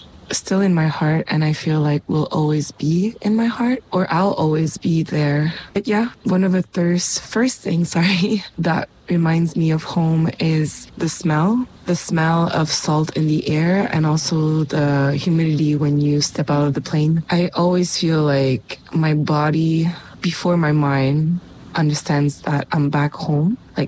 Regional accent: Mauritius; I'm from Mauritius

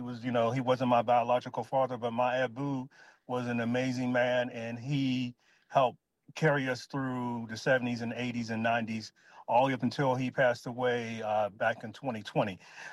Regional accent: Pittsburgh, Pennsylvania, United States; moved away as an adult; now in Washington, D.C., United States; So I'm originally from the city of Pittsburgh, Pennsylvania, the Steel City. And I grew up in a neighborhood that was about 15 minutes from downtown Pittsburgh. It's an area called Rankin and Braddock, which is on the Monongahela River.

